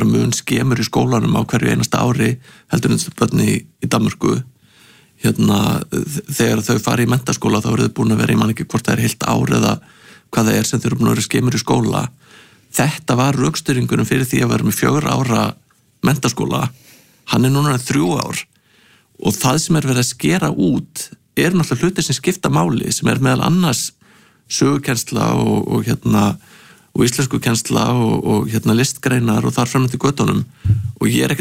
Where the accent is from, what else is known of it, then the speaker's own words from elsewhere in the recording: Hafnarfjörður, Capital Region, Iceland; ég er úr Hafnarfirði og ég manna að spennan í kringu 17. júni var að fara á kvöldskemmtunum